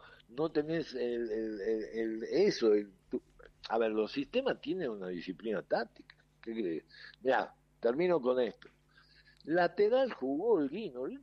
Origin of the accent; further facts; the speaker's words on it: Argentina; Yo soy argentina